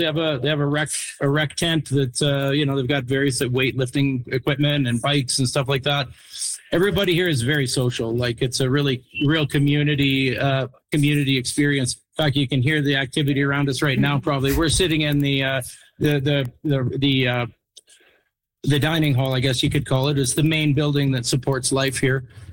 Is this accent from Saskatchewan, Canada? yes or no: yes; Saskatchewan, Canada; here we are from Saskatchewan doing this.